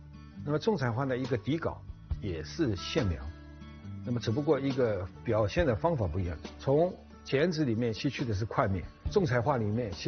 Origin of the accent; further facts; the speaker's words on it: Shanghai, China; 我呢是一个海派文化的一个工作者，我就觉得作为一个上海人